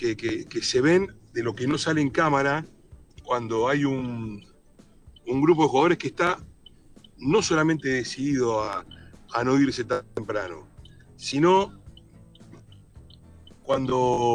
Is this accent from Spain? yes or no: no; Argentina; los argentinos somos muy emocionales